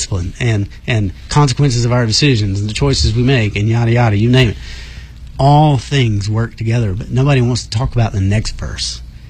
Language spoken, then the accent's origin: English; Georgia, United States; We were raised in South Georgia, so you got gumbo swamps and alligators and snakes and all that stuff on, down there on the Ottumwa River.